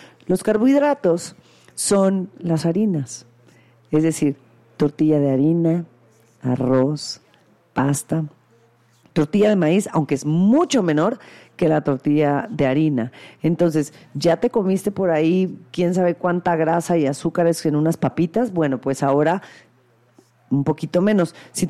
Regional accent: Mexico

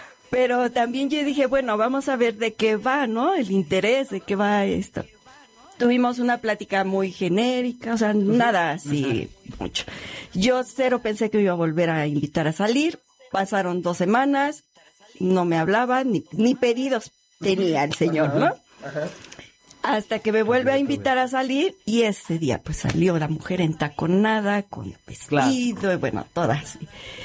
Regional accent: Mexico; Yo dije, él es ruso, pero yo soy mexicana.

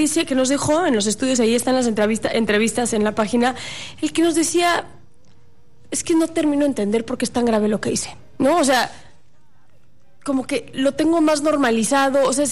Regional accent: Mexico City, Mexico; Somos de la Ciudad de México

